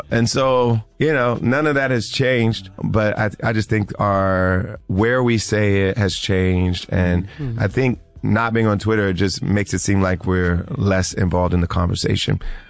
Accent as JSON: {"language": "English", "region": "Ohio", "country": "United States", "tie": "born or raised there", "said": "I'm still going to go out and campaign for candidates in my home state of Ohio."}